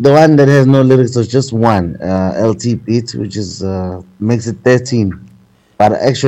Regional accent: KwaZulu-Natal, South Africa; moved away as an adult; now in Eastern Cape, South Africa; I'm from KZN. I'm from KZN.

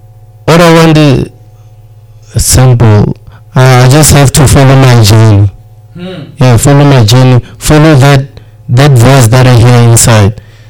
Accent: Limpopo, South Africa; Yeah, I came from Limpopo, straight back.

